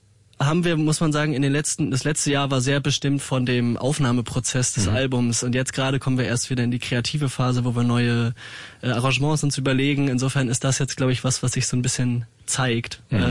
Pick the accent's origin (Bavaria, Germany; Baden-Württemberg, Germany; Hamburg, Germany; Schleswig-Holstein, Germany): Schleswig-Holstein, Germany; moved away as an adult; now in Halle, Germany; wir sind aus dem Norden, Jakob und ich, Nähe Kiel und ich bin zum Studium nach Halle gekommen